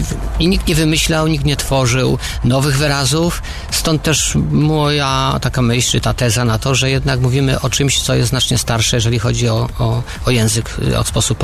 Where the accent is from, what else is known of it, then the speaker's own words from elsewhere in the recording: Ślesin, Greater Poland Voivodeship, Poland; u nas w Ślesinie mówią wszyscy, rozumieją po ochwieśnicku.